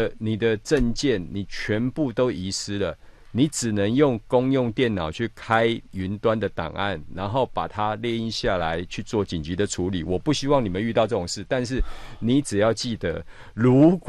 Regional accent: Taiwan; 我们台湾人这个护照基本上非常好用

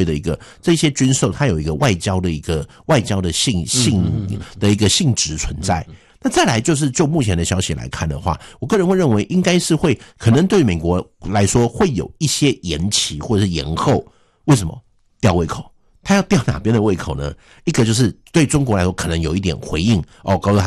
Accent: Taiwan; 我们台湾人嘛

